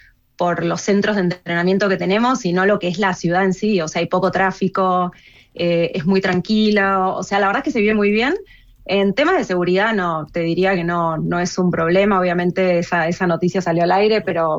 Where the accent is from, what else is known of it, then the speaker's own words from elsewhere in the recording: Buenos Aires, Argentina; moved away as an adult; now in Kansas, United States; Kansas es un lugar increíble para vivir, o sea, es muy tranquilo, siendo argentina y habiendo vivido en Buenos Aires gran parte de mi vida, la verdad que es un contraste enorme